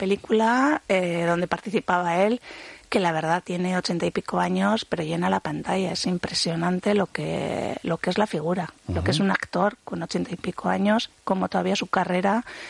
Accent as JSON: {"language": "Spanish", "town": "Bilbao", "region": "Basque Country", "country": "Spain", "said": "Soy de Bilbao, ya quisiera tener yo el reconocimiento internacional que tiene Cannes"}